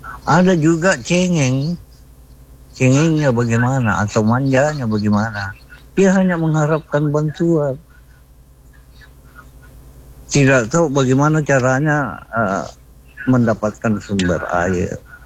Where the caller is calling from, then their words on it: Palopo, South Sulawesi, Indonesia; Contohnya juga di kampung saya, di Palopo ya.